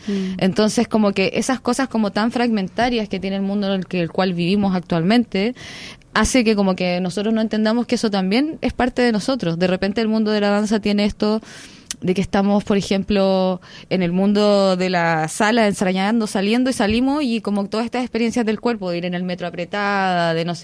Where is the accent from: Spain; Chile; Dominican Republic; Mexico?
Chile; yo vengo de Chile